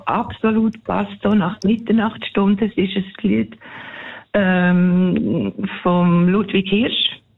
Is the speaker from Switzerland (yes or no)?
yes; Bern, Switzerland; Ich bin Bernerin.